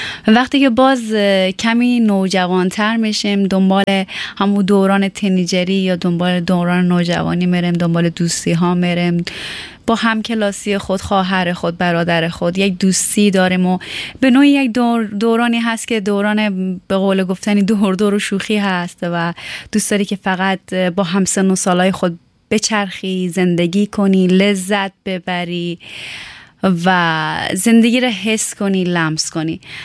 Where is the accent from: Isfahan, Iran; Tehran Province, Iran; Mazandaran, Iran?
Tehran Province, Iran; Tehran; born or raised there